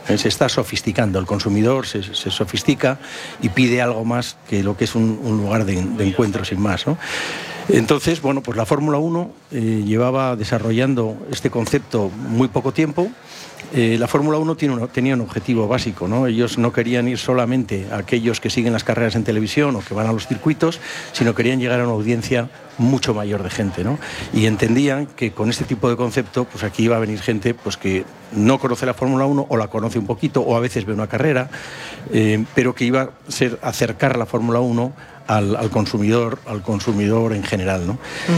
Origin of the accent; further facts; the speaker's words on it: San Sebastián, Basque Country, Spain; now in Madrid, Spain; Yo soy de San Sebastián.